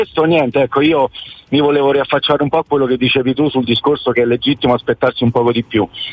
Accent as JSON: {"language": "Italian", "region": "Campania", "country": "Italy", "tie": "born there", "said": "io giocavo in una squadra della provincia di Napoli"}